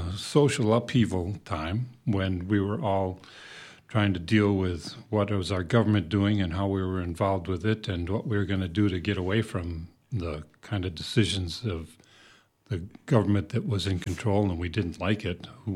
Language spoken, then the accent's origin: English; Brookfield, Wisconsin, United States; moved away as an adult; also born or lived in Lake Geneva, Wisconsin / Milwaukee, Wisconsin / Eastman, Wisconsin; now in Viroqua, United States; I was born in Lake Geneva, Wisconsin, and spent my first 5 years there, and then was raised in Brookfield, Wisconsin, outside of Milwaukee, until I was 18, and kicked around Milwaukee until I moved out here in 1973.